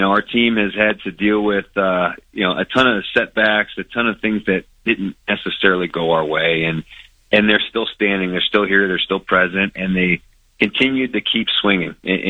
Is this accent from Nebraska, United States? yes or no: no; Ohio, United States